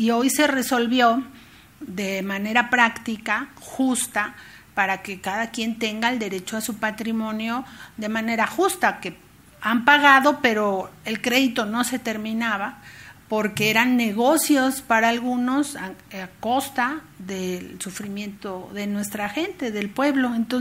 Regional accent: Mexico City, Mexico; somos aquí chilangos nosotros también

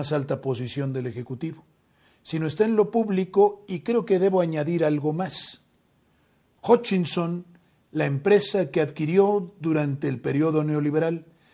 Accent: Mexico; como los mexicanos somos muy buenos anfitriones, y entregamos nuestra casa

